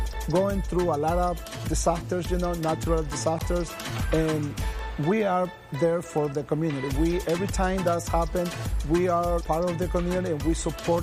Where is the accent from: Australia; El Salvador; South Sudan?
El Salvador; English is a second language; moved away as an adult; now in Houston, United States; I'm originally from El Salvador. I came to Houston on 1979, 18 years old, by myself, with no friends, no relatives, no money, I didn't speak English at all.